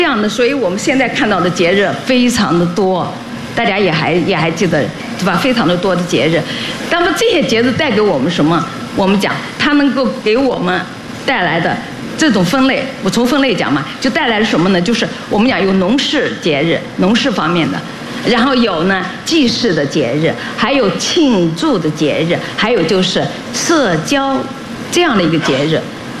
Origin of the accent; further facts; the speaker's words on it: China; 在我们中国人的认识中